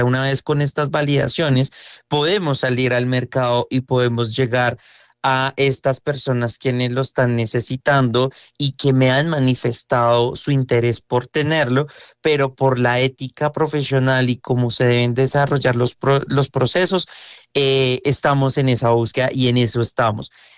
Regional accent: Colombia; pero pues como buen colombiano, recursivos e ingeniosos, desarrollamos esa tecnología desde aquí, desde Colombia

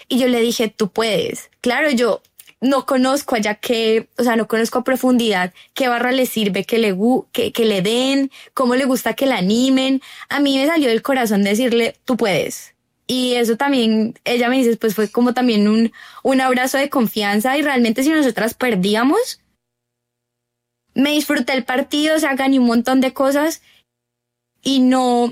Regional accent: Colombia; no soy la única de Colombia

